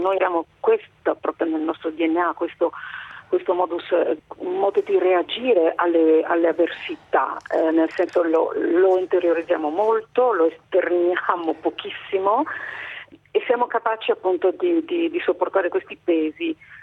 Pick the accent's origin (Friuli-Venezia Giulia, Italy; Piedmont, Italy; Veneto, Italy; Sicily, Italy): Friuli-Venezia Giulia, Italy; Anduins; Io poi da friulana ho vissuto personalmente questa tragica esperienza, perché appunto vivevo ad Anduins e quindi nella zona cosiddetta rossa.